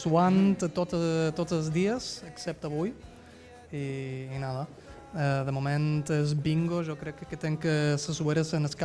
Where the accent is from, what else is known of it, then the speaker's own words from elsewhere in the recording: Hamburg, Germany; Catalan is a second language; Jo d'Alemanya, vaig néixer a Hamburgo.